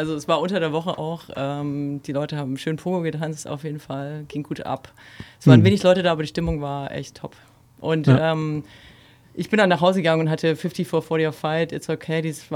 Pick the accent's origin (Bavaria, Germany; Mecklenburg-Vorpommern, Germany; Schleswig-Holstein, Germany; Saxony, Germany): Saxony, Germany; now in Berlin, Germany; also jetzt wohne ich in Berlin, aber ich bin eigentlich aus dem Erzgebirge, aus einer Kleinstadt.